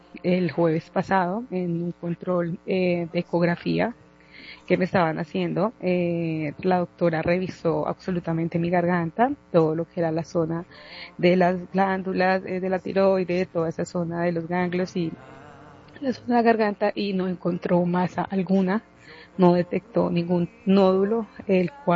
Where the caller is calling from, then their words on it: Ibagué, Tolima, Colombia; hablo desde la ciudad de Ibagué.